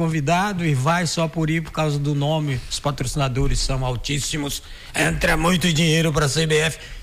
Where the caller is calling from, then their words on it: Brazil; Eu sou brasileiro. Eu sou brasileiro